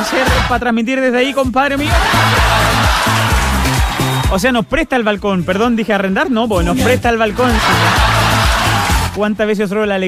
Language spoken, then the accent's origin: Spanish; Chile; yo soy como buen chileno.